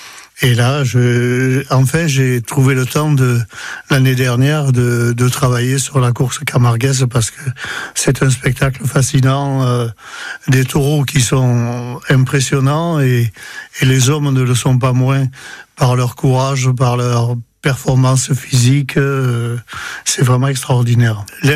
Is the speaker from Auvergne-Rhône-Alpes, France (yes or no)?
no; Occitanie, France; born there; Déjà, moi, je suis né en Cévennes. Bon, je suis né plus haut, en Pays de Mine.